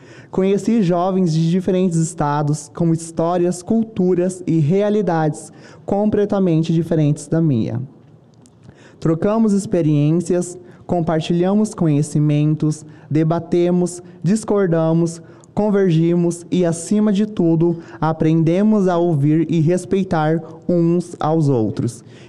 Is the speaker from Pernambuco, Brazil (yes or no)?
no; Rondônia, Brazil; Saí da minha terra levando na bagagem a força, a garra e a diversidade do povo rondoniense.